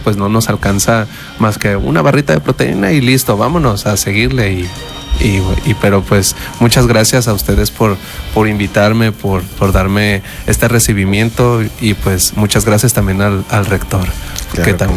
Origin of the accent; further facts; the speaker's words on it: Mexico; tanto los mexicanos como los colombianos tenemos similitudes